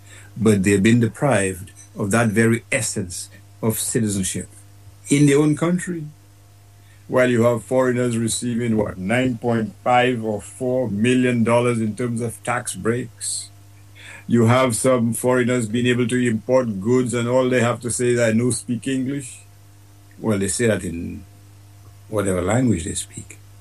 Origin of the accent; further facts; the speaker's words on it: Portsmouth, Saint John, Dominica; I grew up in Portsmouth. I spent time in Vacars.